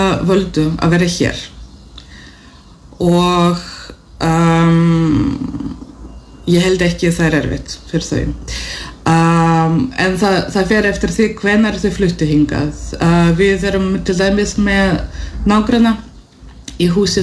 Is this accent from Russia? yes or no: yes; Russia; Icelandic is a second language; now in Iceland; það ekki bara að vera rússi heldur líka innflytjandi af því að þessi spurning hvaðan ertu þú talar svo góða íslensku lalalala